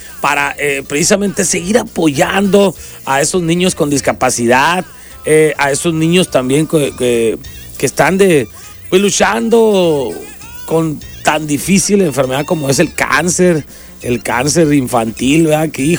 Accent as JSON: {"language": "Spanish", "country": "Mexico"}